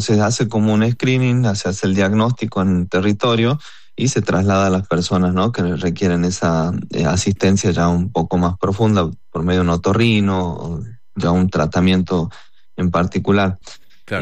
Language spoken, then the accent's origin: Spanish; Tilcara, Jujuy, Argentina; Yo soy de Tilcara, claro. En la quebrada de Humahuaca.